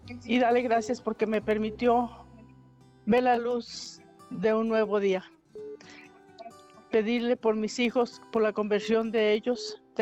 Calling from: Zapopan, Jalisco, Mexico; de Zapopan.

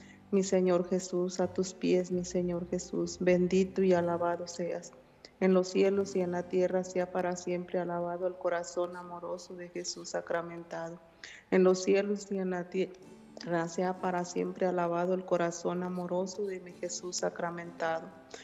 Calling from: Jacona, Michoacán, Mexico; De Jacona, Michoacán.

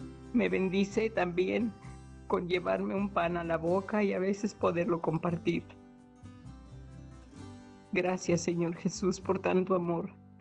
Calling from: Guadalajara, Jalisco, Mexico; aquí estoy aquí de Guadalajara.

